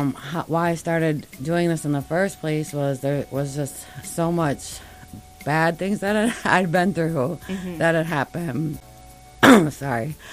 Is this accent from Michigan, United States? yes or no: yes; Kalamazoo, Michigan, United States; I've lived in Kalamazoo for over 40 years. It's my hometown, I guess. I call it that.